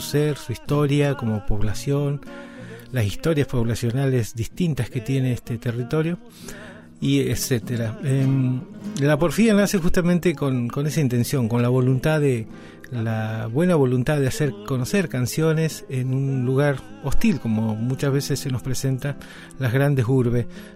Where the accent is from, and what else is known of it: Esquel, Chubut, Argentina; born there; now in Esquel, Argentina